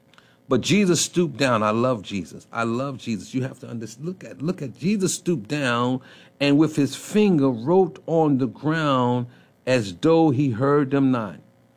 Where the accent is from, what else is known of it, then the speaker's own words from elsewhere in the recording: New York City, New York, United States; Now, listen, I'm from New York City.